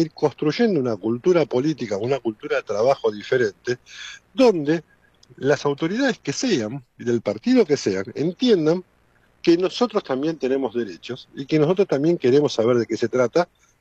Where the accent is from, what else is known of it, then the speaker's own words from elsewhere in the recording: Buenos Aires, Argentina; yo soy de Capital Federal